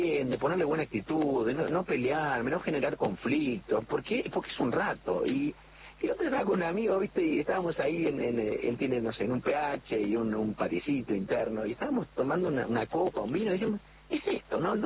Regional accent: Córdoba, Argentina; born there; En la ciudad de Córdoba.

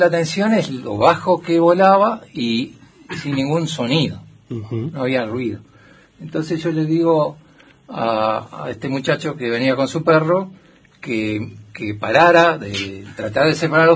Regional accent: Buenos Aires, Argentina; Yo vengo de Buenos Aires, capital.

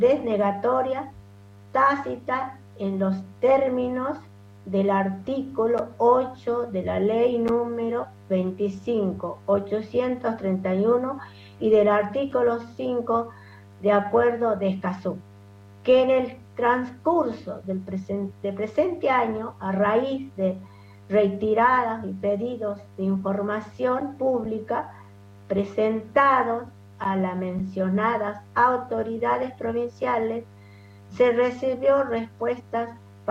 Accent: Jujuy, Argentina; vengo de la cuenca de Pozuelo, Laguna de Pozuelo, donde está totalmente muerta la laguna, y mi pueblo, soy del pueblo Colla.

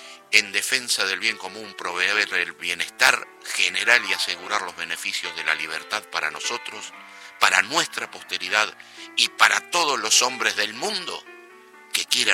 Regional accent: Argentina

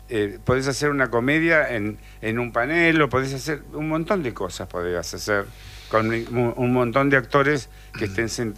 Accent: Argentina; otro problema que mezclamos todo como ensalada rusa, como nos encantan los argentinos.

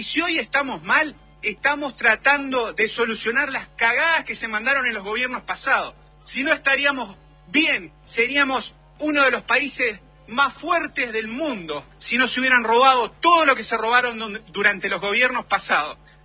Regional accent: Argentina; lo más grande que tenemos como argentinos, la ilusión.

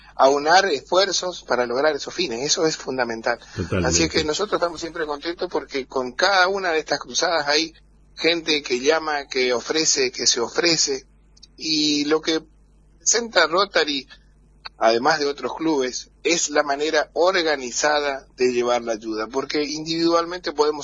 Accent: Argentina; estamos todos atentos al partido de mañana, una gran expectativa como argentinos

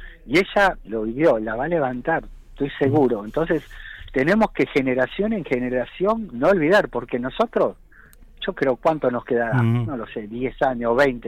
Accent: Argentina; cuando nosotros como argentinos

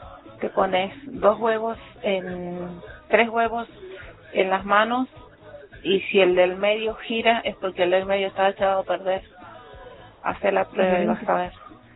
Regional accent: Malargüe, Mendoza, Argentina; …, soy de Malargüe

